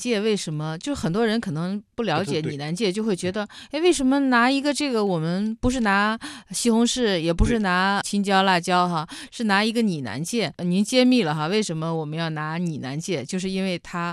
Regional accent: China; 在我们中国人传统的这种种植理念当中

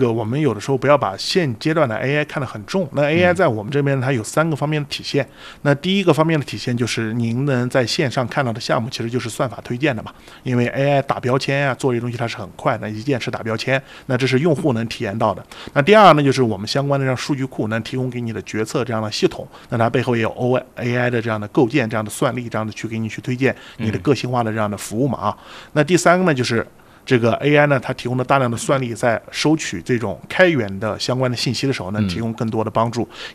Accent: China; moved away; 我可能一年12个月呢，可能也2-3个月都会在国内，因为要过年嘛

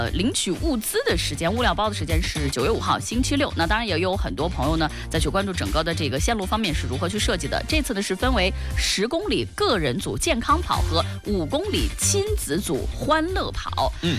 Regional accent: Ningxia, China; 我们宁夏人

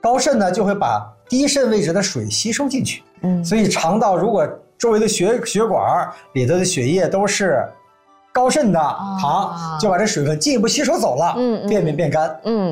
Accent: China; 我们中国人

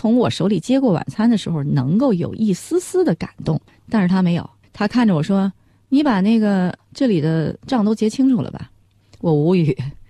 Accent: China; 我们中国人都是心软

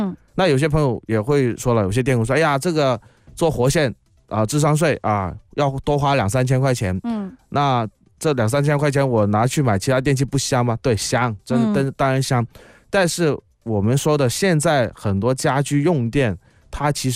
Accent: Guangdong, China; 我们广东人说啊，你未来万一在哪崴着，

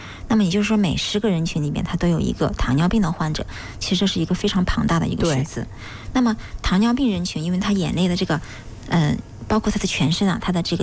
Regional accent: Wuhan, Hubei, China; 我们武汉人

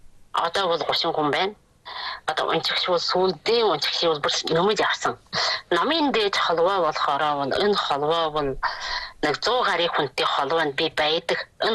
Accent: Inner Mongolia, China; now in New Barag Right Banner, China; Шинэ барга зүүн хүч юуны Жавхлан сумны улаан туг гачааны уугуул байна.

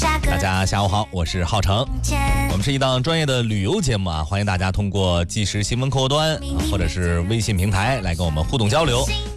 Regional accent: Qiqihar, Heilongjiang, China; 因为我小时候是在黑龙江的齐齐哈尔长大的

